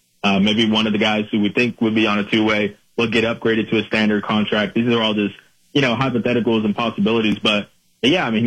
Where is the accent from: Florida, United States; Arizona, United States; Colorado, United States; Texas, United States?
Texas, United States; I'm from Texas